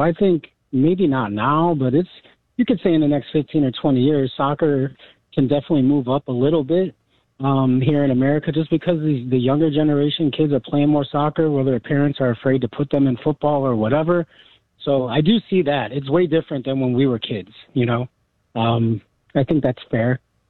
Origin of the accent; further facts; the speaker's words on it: Chicago, Illinois, United States; I'm from Chicago, and I'm maybe a couple years older than you. When I grew up here, I played baseball at the parks, and then there was Pop Warner football.